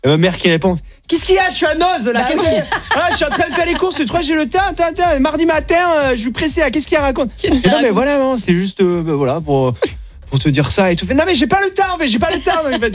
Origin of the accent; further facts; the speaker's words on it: Mont-de-Marsan, Nouvelle-Aquitaine, France; je venais de Mont-Marsan donc tout le monde se connaît un petit peu